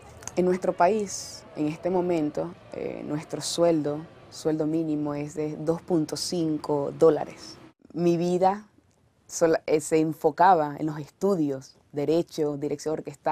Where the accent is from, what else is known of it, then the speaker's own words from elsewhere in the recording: Venezuela; Era mi primera vez saliendo de Venezuela y montándome en un avión.